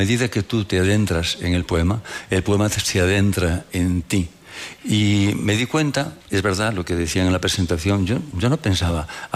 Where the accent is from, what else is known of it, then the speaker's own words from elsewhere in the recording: El Bierzo, Castile and León, Spain; born there; moved away; yo soy enamorado de Castilla, pero a mí, amigo, El Bierzo, el río Sil, donde aprendiste a nadar, aquel clima, aquellas nieblas y aquellos montes de Ferradillo, las Medras, todo eso está grabado en tus entrañas